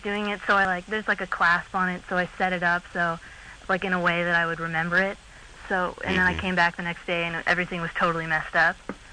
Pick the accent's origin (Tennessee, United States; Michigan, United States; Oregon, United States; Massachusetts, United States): Oregon, United States; Portland; Portland, Oregon.